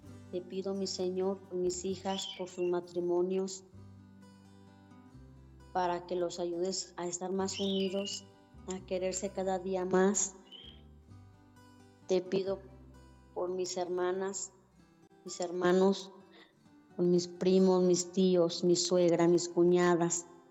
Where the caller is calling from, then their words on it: Ocotlán, Jalisco, Mexico; De aquí de Ocotlán, Jalisco.